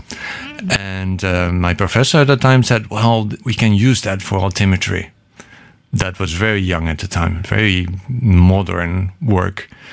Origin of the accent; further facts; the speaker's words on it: The Hague, South Holland, Netherlands; born there; English is a second language; I was born in Den Haag, in the Netherlands, which mm-hmm. is right at the sea. So, lots of summers have been spent on the beach.